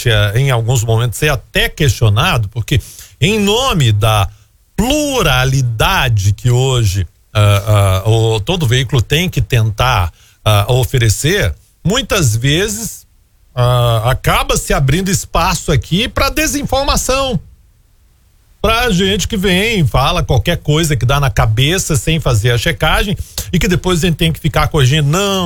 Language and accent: Portuguese; Goiânia, Goiás, Brazil; born there; a gente é goiano com muito orgulho de ser goiano, a gente ama ter nascido nessa cidade, nesse estado, a gente ama essa cidade